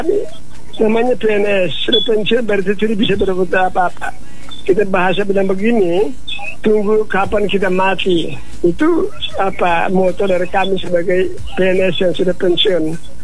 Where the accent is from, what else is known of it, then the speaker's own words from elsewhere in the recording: Indonesia; Saya dulunya dari Desa Persiapan Temanapuy sampai dengan tahun 2015 baru saya pindah.